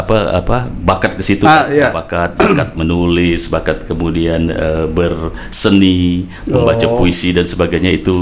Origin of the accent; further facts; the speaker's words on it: Penyengat Island, Riau Islands, Indonesia; also born or lived in Tanjung Pinang / Yogyakarta; Saya lahir di Pulau Penyengat, kemudian SMP 2 Tanjung Pinang, SMA di Tanjung Pinang